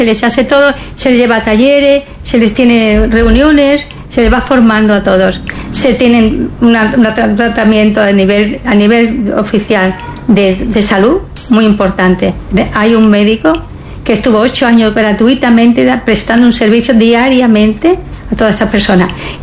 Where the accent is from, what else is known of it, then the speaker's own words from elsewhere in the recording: Melilla, Spain; also born or lived in Lleida / Palma de Mallorca; now in Barcelona, Spain; Yo soy de Melilla. Y sí, vengo cada año porque la familia está aquí, tengo las raíces aquí.